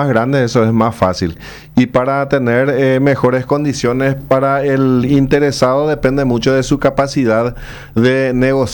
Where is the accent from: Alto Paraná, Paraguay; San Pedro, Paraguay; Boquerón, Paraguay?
Alto Paraná, Paraguay; moved away; Yo soy alto paranaense.